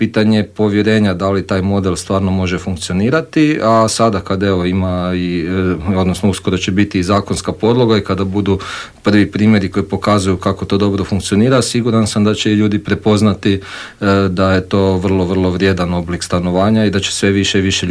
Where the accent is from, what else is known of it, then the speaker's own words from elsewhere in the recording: Croatia; kod nas u Hrvatskoj.